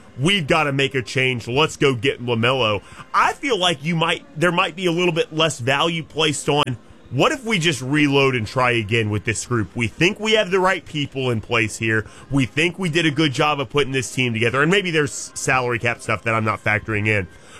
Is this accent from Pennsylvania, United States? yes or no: no; Memphis, Tennessee, United States; I'm from Memphis. I grew up watching Zach Randolph.